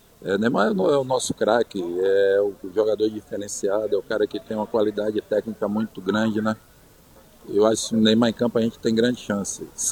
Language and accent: Portuguese; Brazil; Sou brasileiro, torcedor